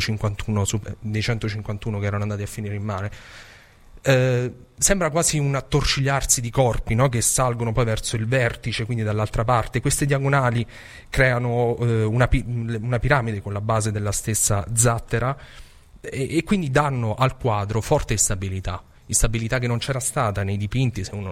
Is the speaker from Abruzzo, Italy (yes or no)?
yes; Abruzzo, Italy; Io sono abruzzese